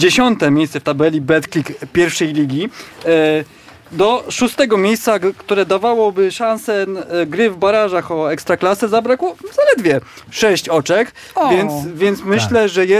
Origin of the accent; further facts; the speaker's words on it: Warsaw, Masovian Voivodeship, Poland; Ja się urodziłem w Warszawie, żyję całe 33 lata tutaj w stolicy.